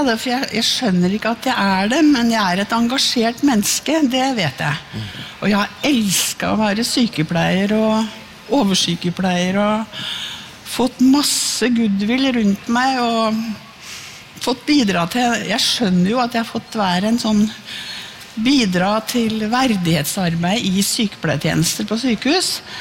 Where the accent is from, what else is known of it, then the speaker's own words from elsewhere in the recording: Jevnaker, Innlandet, Norway; Jeg er født på Jevnaker og har hatt flotte foreldre, og pappa bygde et stort hus etter krigen, og ei elv gjennom hagen, og hatt fantastisk.